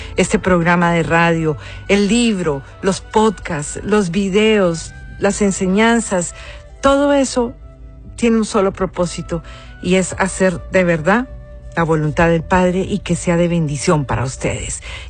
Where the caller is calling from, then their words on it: Peru; saludos desde Perú. Te sigo desde los 17 años, cuando vivía en la selva central y te escuchaba en una radio de onda corta. Y ahora tengo 37.